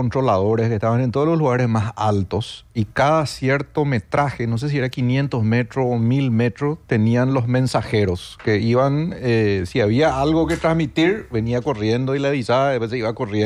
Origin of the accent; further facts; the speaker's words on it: Paraguay; somos urólogos paraguayos.